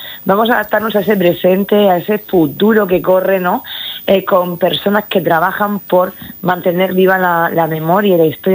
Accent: Region of Murcia, Spain; yo lo decía, digo, es que soy festera, es que soy murciana

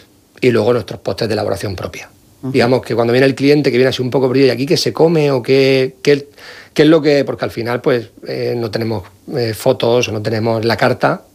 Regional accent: Valencian Community, Spain; momento veníamos mucho por Murcia, aunque somos de la Vega Baja, de la zona de Alicante, pero veníamos mucho a Murcia.

